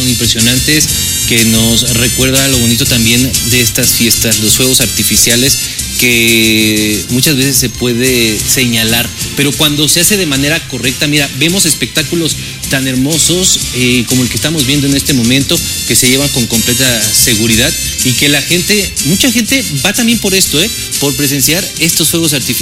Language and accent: Spanish; State of Mexico, Mexico; me gusta el Estado de México, me gusta ser de aquí, mi familia es de aquí